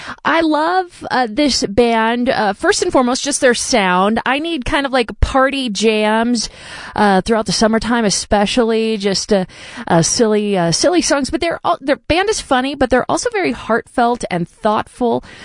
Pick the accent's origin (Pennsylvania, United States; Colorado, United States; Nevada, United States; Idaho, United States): Colorado, United States; Fort Collins; my hometown, Fort Collins